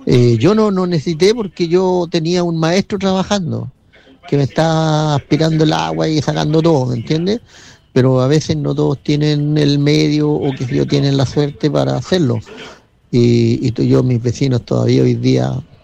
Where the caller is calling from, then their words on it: Coquimbo, Chile; acá de Puente Chico